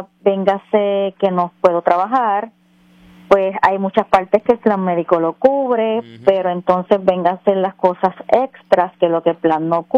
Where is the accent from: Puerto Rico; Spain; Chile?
Puerto Rico; Aguada; es de Aguada.